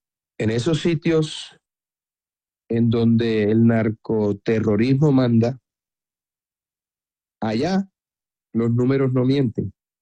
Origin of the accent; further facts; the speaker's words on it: Caribbean Region, Colombia; Soy un hombre de provincia, soy un hijo del Caribe